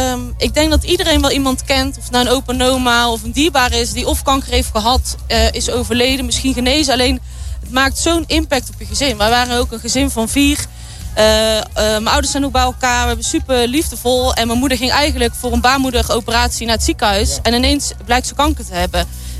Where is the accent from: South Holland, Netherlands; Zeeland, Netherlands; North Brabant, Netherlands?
North Brabant, Netherlands; Prinsenbeek; Want je zit allemaal uit hetzelfde dorp. We komen uit Prinsenbeek.